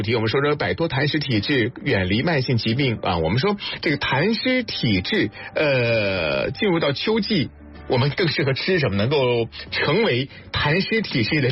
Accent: northern China, China; 因为我是北方人，吃鲤鱼机会要比南方多得多

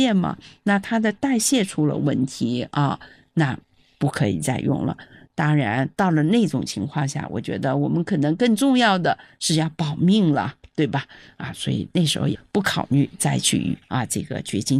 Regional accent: China; 我们作为中国人，我们的血栓风险是比欧美人士呢要低的，

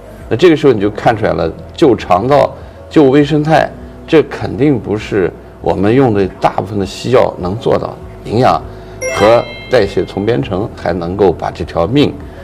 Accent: China

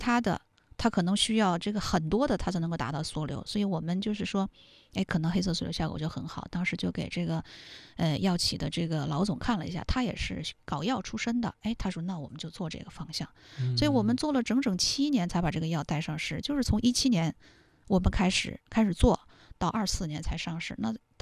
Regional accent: China; 我们中国人

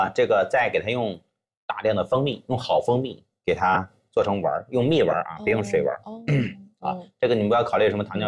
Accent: China; 他们反正也不知道我姓氏名谁，最多知道我是中国人，但是我跑了啊

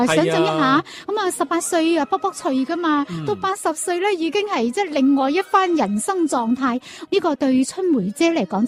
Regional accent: Guangdong, China; 我哋广东人岭南人

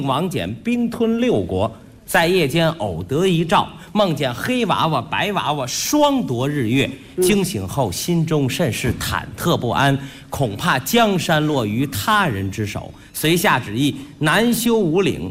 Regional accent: Beijing, China; accent: Beijing dialect; 用我们北京话

